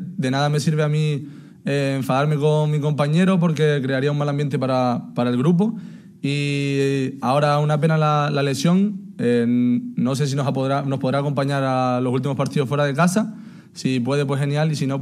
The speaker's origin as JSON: {"language": "Spanish", "region": "Canary Islands", "country": "Spain", "said": "la isla me encanta, llevo ya 4 años, encima soy canario"}